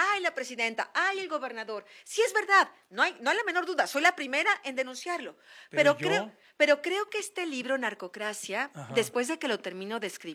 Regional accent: Mexico; también qué parte jugamos como mexicanos, el consumo de drogas, la corrupción, el pago de la mordida

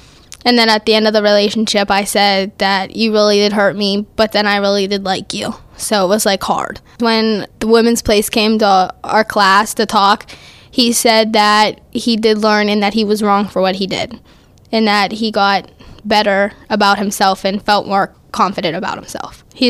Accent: South Allegheny, Pennsylvania, United States; I'm 14, and I'm from South Allegheny.

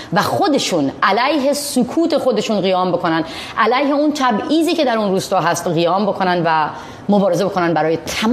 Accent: Mazandaran, Iran; moved away; باید انتخاب میکردم که توی خونه تو قمیکولا بمونم، 5-6 تا بچه به دنیا بیارم، یا اینکه از اونجا بزنم بیرون.

